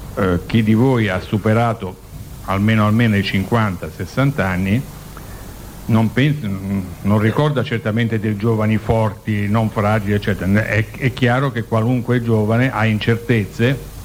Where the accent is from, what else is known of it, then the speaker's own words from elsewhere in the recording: Milan, Lombardy, Italy; evidente nel luogo dal quale vengo, da Milano